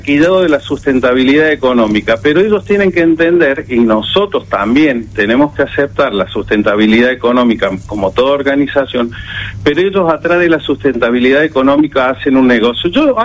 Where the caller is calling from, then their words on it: Argentina; como argentinos y amantes del fútbol